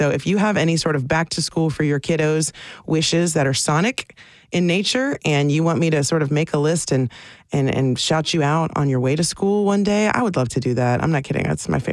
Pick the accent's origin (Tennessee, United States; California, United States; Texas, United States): Tennessee, United States